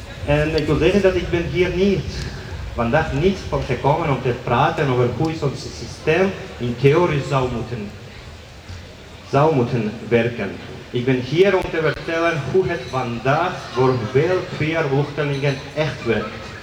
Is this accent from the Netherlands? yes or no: no; Georgia; Dutch is a second language; now in Antwerp, Belgium